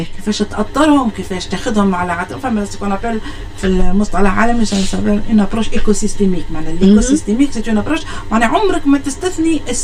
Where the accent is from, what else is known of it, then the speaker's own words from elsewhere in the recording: Ben Guerdane, Medenine, Tunisia; حنا جنود تونس اللي هما اصلا من بنقردان